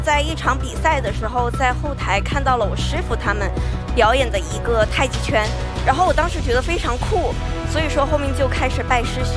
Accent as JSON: {"language": "Chinese", "region": "Sichuan", "country": "China", "said": "我四川人。"}